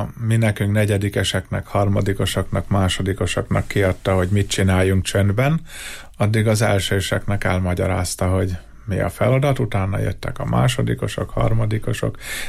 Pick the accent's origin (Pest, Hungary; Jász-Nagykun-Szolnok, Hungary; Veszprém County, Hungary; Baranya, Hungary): Jász-Nagykun-Szolnok, Hungary; Jászberény; Szüleim ott éltek, meg a nagyszüleim is Hajtán, Zömmel, mezőgazdasággal foglalkoztak, aztán 87-ben beköltöztünk Jászberénybe.